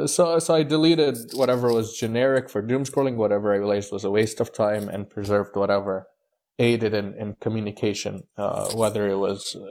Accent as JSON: {"language": "English", "town": "Houston", "region": "Texas", "country": "United States", "tie": "born or raised there", "also_born_or_lived": "Egypt", "moved": "as an adult", "lives_now": "Boston, United States", "said": "I was born in Egypt in 2004, came to the U.S. in 2005, and I was raised in Houston, Texas. So my whole life I've grown up in Houston. And then I moved up to Boston in January of 2024 for my studies."}